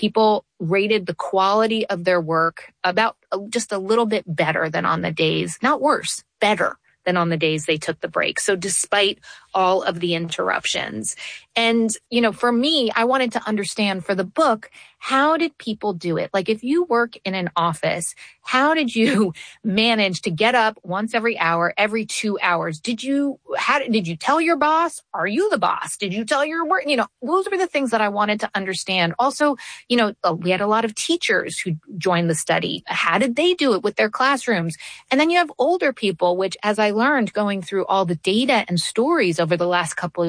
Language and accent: English; New York, United States; let me tell you, as a New Yorker, that is very slow.